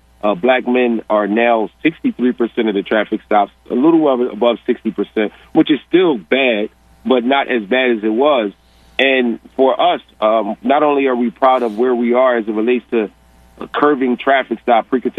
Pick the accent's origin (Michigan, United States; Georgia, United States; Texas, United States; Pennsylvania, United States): Pennsylvania, United States; Philadelphia; For a lot of us growing up in Philadelphia, getting pulled over by the police was honestly a rite of passage.